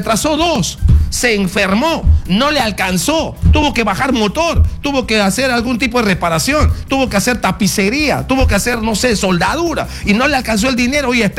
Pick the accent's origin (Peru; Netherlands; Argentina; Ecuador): Peru; Somos los peruanos que nos agarramos un carro para hacer emolienteros.